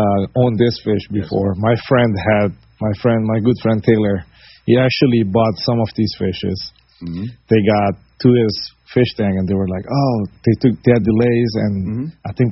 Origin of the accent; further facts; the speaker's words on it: Curaçao; because of bringing back the tradition that how I grew up in Curacao.